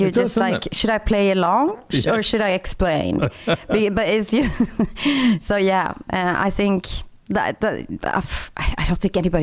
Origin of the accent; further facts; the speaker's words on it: Sweden; moved away; Actually, I am Swedish